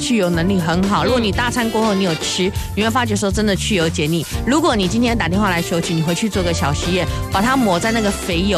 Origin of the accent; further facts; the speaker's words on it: Taiwan; 其实我们台湾人最害怕的是什么？是大肠癌。